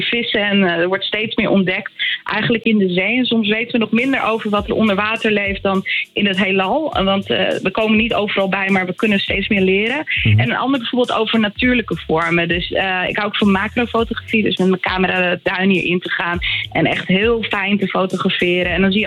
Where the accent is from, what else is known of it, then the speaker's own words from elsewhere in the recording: Zandvoort, North Holland, Netherlands; now in Bakkum, Netherlands; ik ben in Zandvoort opgegroeid en niet in een gewone staat, maar wij woonden in het Duin.